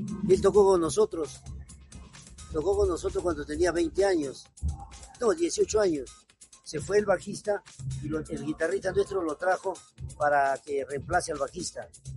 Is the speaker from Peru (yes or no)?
yes; Peru; moved away; also born or lived in Argentina; Yo soy peruano.